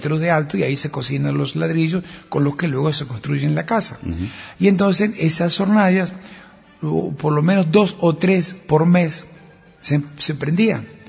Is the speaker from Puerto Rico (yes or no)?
no; Carabelas, Buenos Aires Province, Argentina; en estos días hablando y recordando mi pueblo Carabelas y el barrio donde nací, descubrí por qué le decían Tierra del Fuego a mi barrio.